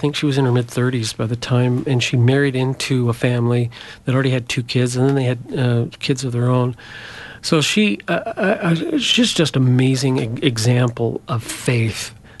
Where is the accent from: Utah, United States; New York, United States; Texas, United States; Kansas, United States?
Utah, United States; Huntsville; growing up in a small town, I grew up in Huntsville, Utah, small town.